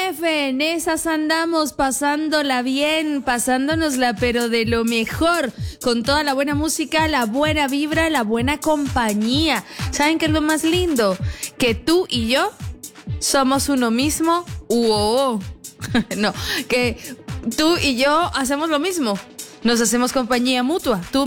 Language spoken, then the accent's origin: Spanish; Gualán, Zacapa, Guatemala; Como ya el poli dijo que soy de Gualán, tengo que demostrarlo bilingüe. No, en Gualán somos trilingües.